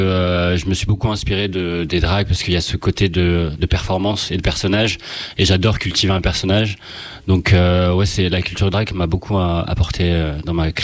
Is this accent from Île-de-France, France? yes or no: yes; Paris, Île-de-France, France; je suis de Paris